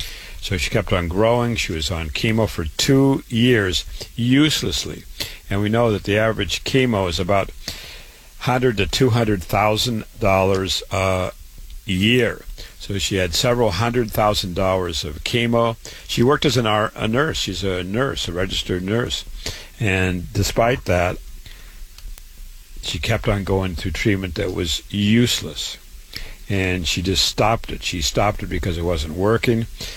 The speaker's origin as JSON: {"language": "English", "town": "Waterloo", "region": "Iowa", "country": "United States", "tie": "born or raised there", "said": "I was born and raised in Waterloo, Iowa."}